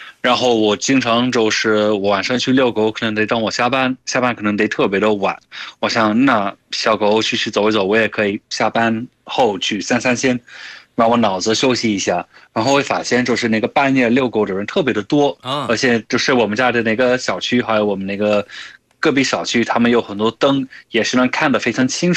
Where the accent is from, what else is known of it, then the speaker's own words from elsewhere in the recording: United Kingdom; Chinese is a second language; Hey hello，